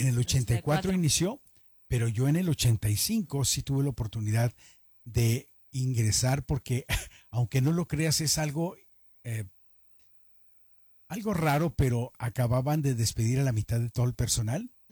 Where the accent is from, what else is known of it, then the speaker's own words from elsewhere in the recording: Ciudad Juárez, Chihuahua, Mexico; Yo nací en Chihuahua, pero la verdad es de que crecí en Ciudad Juárez.